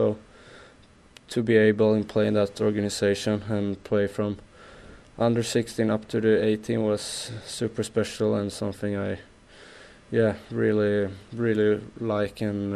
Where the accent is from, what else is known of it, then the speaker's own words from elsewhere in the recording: Västra Götaland, Sweden; My hometown is pretty close to Gothenburg, so even since I started to play, like, Frölunda's always been my team.